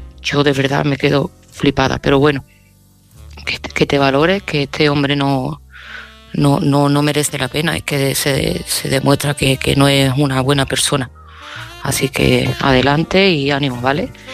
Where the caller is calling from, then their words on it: Seville, Andalusia, Spain; de Sevilla